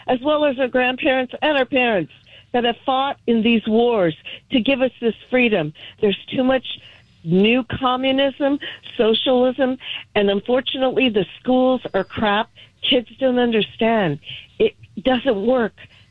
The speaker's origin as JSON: {"language": "English", "town": "Los Angeles", "region": "California", "country": "United States", "tie": "born or raised there", "said": "I was born in East LA, I grew up in Central"}